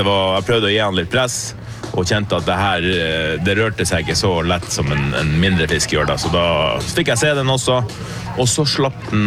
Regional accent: Billefjord, Finnmark, Norway; moved away; jeg er jo opprinnelig fra Billefjord i Porsanger.

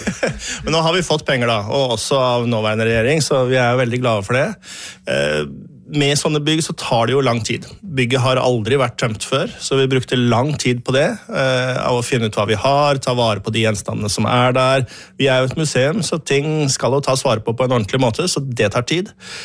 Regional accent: Eastern Norway, Norway; Som østlending

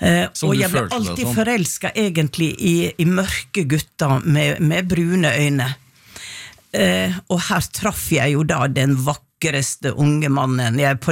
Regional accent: Western Norway, Norway; Nei, det kan jeg ikke, men jeg er fra Vestlandet.

